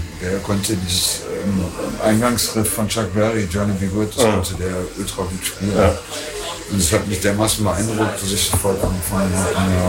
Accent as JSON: {"language": "German", "town": "Aachen", "region": "North Rhine-Westphalia", "country": "Germany", "moved": "yes", "said": "wenn du so aus einer überschaubaren Stadt kommst wie Aachen und dann nach Berlin kommst"}